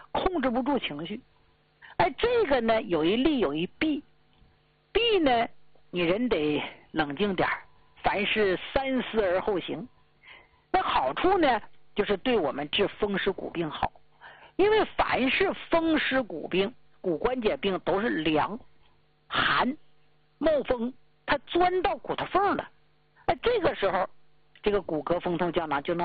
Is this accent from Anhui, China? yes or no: no; Jilin, China; 那长白山就这个地界有个特点，咱们吉林老家人都知道，冬暖夏凉